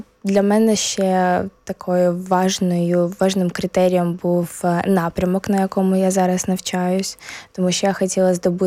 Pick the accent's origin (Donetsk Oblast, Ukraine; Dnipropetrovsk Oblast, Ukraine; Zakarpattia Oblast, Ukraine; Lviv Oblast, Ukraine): Dnipropetrovsk Oblast, Ukraine; moved away as an adult; also born or lived in England; now in Warsaw, Poland; Моє дитинство проходило в Україні.